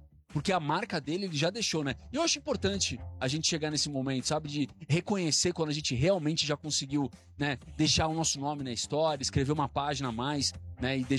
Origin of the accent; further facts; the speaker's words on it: Brazil; a gente é brasileiro